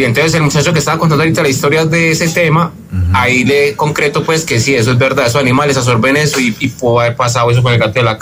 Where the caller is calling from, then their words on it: Medellín, Antioquia, Colombia; Mano, yo soy de Colombia.